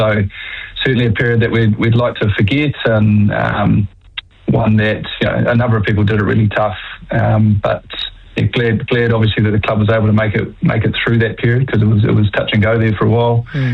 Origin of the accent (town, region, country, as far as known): Auckland, New Zealand; born or raised there